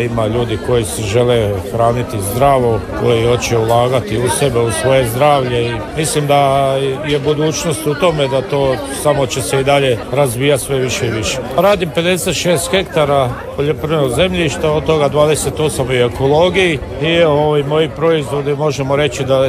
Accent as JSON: {"language": "Croatian", "town": "Koritna", "region": "Osijek-Baranja County", "country": "Croatia"}